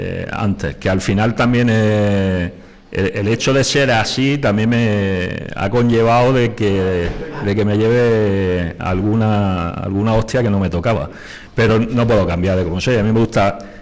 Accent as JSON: {"language": "Spanish", "town": "Almería", "region": "Andalusia", "country": "Spain", "tie": "born or raised there", "said": "yo soy siempre digo, del Zapillo, de un barrio de Almería, me he criado en los campos de barro."}